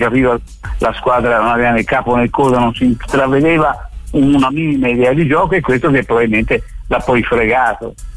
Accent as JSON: {"language": "Italian", "town": "Florence", "region": "Tuscany", "country": "Italy", "also_born_or_lived": "Milan", "moved": "yes", "lives_now": "Como, Italy", "said": "Sì, buonasera a tutti, ma io sono fiorentino anche se..."}